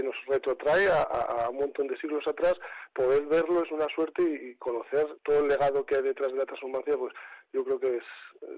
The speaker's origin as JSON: {"language": "Spanish", "town": "Almazán", "region": "Castile and León", "country": "Spain", "tie": "born or raised there", "moved": "yes", "said": "Tenemos mucha suerte de haber nacido en Soria"}